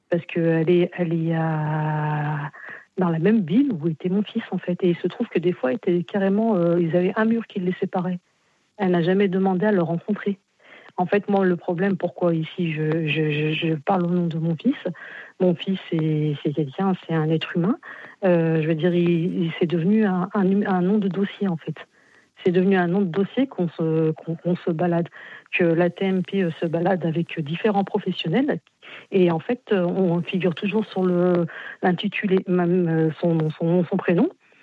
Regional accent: France; born there; Moi, je suis née en France.

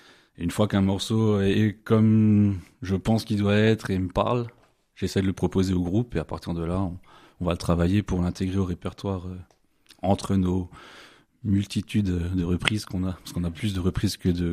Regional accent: Grand Est, France; donc je suis originaire du Pays de Beach.

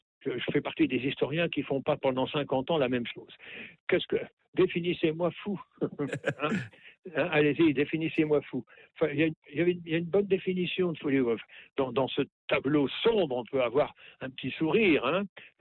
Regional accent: Normandy, France

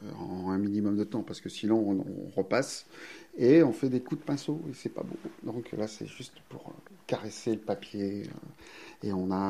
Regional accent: South-West France, France; also born or lived in Paris; now in Chaumont-sur-Tharonne, France; Je suis originaire du Sud-Ouest et j'ai vécu

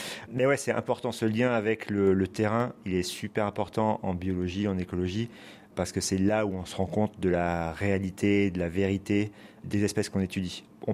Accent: Corsica, France; moi, je suis originaire de Corse. Donc, quand on vit sur une île

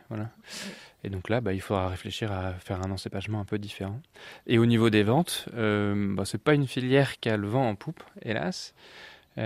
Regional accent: Normandy, France; je suis normand.

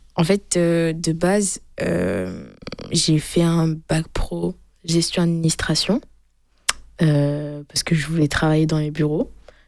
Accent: Honfleur, Normandy, France; moved away as an adult; now in southern France; Je viens de Honfleur, en Normandie, dans le Calvados.

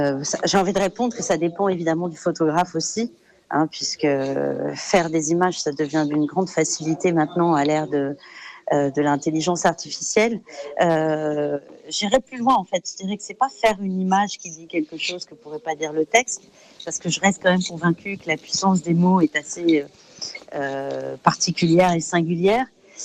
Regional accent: France; j'ai grandi en France avec des référentiels autour de la culture

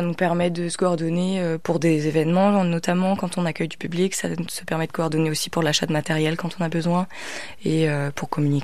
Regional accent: Poulrosier, Brittany, France; Moi j'aime bien faire le lien parce que j'ai grandi à Poulrosier

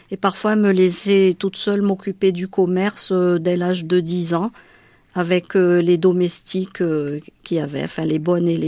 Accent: Madagascar; first language Malagasy; French is a second language; Oui, c'est mon pays natal. Hein. J'y suis très attachée et je parle la langue malgache parce que c'est ma langue maternelle. Hein. J'ai appris le français à l'école et vraiment, je vivais avec tous les malgaches.

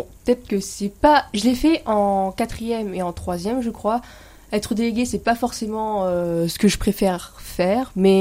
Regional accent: Taiwan; also born or lived in France; Il faut savoir que je suis franco-taïwanaise, donc j'ai grandi 5 ans à Taïwan, et donc je parle déjà chinois.

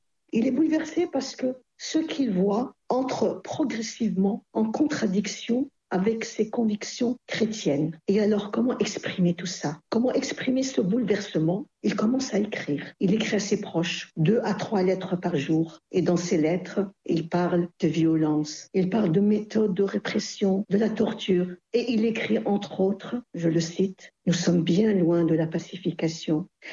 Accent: Algeria; en tant qu'Algérienne, parce que c'est important, je suis algérienne

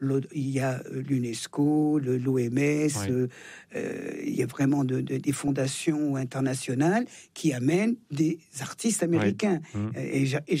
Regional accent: Thonon-les-Bains, Auvergne-Rhône-Alpes, France; J'ai des habitudes savoyardes. Mmh. Je suis plus savoyarde que française d'ailleurs. D'ailleurs, les Savoyards, on est français depuis 150 ans.

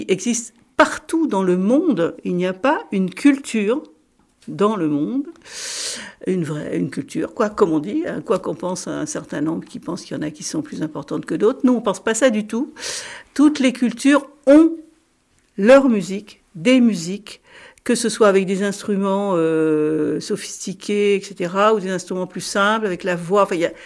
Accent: France; chez nous, en Europe, en France en particulier

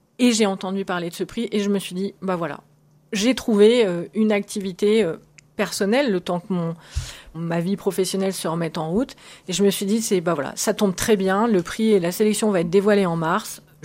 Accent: Niort, Nouvelle-Aquitaine, France; born there; also born or lived in Nantes / Lille / Paris / Luxembourg; now in Blois, France; Je suis née à Niort, dans les Deux-Sèvres.

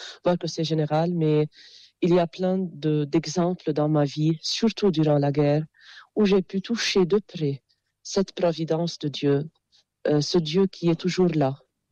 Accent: Jounieh, Keserwan-Jbeil, Lebanon; Et puisque je suis de Jounieh, vous voyez, l'élève ou bien l'enfant dépendent de son environnement. À Joigny, il y a la plage, il y a la mer.

